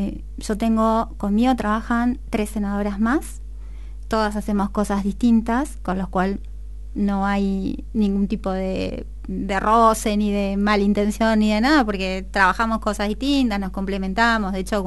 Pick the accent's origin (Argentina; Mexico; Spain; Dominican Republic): Argentina; Piedritas, Buenos Aires; Y yo soy de Piedritas.